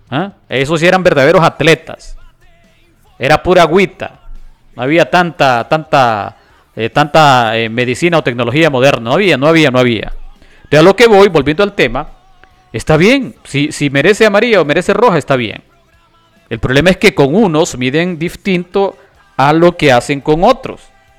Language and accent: Spanish; Honduras; Yo entiendo que aquí en mi país, en Honduras, hay mucha afinidad hacia Argentina.